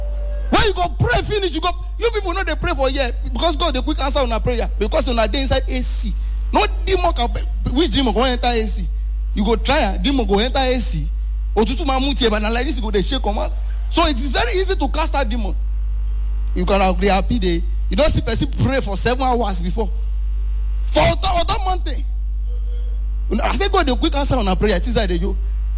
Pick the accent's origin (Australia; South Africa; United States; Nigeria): Nigeria; Ibadan, Oyo; I grew up in Ibadan. A very tough place to live. My background is very bad.